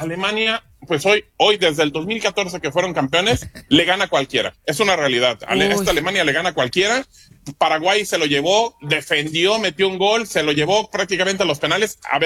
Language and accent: Spanish; Mexico; No puedes como persona mexicana apoyar a Argentina. No puedes.